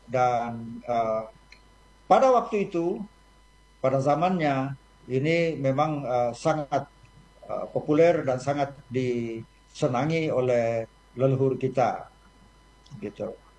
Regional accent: North Sulawesi, Indonesia; leluhur kita, orang Kolomongodo

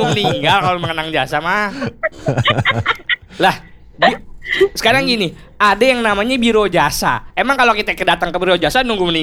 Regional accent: Java, Indonesia; Kita orang Jawa, mata kita bulat gede.

